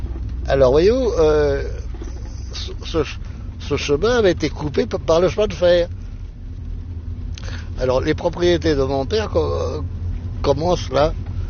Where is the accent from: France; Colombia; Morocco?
France; Paris, Île-de-France; born there